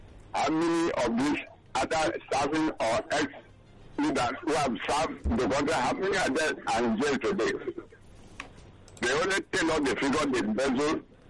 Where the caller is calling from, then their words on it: Lagos, Nigeria; calling from Okota.